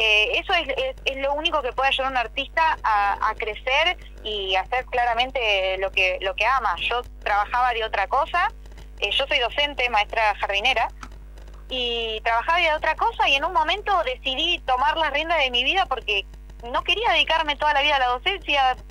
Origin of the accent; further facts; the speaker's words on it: Pilar, Buenos Aires Province, Argentina; Yo soy de Pilar, de Buenos Aires, acá de Pilar.